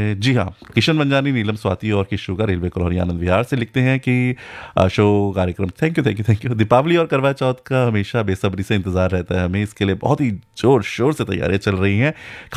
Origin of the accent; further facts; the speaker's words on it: Uttarakhand, India; गढ़वाल उत्तराखंड से, मतलब हम भी वहीं से हैं